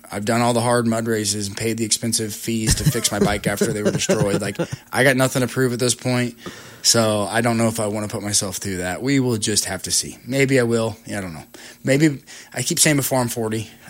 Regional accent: Midwest, United States; now in Kansas City, United States; Yeah, so I'm from the Midwest. You know what I mean? I've never been out here.

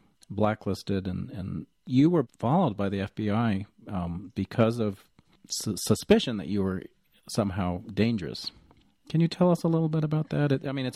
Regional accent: Taos, New Mexico, United States; You know, I grew up in Taos in the 50s with my parents

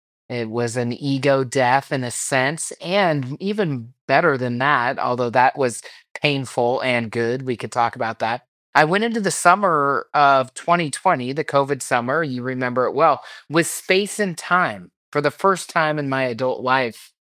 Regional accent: Spokane, Washington, United States; I grew up in Spokane, Washington, the oldest of six kids in a very traditional conservative home and religion, et cetera, et cetera.

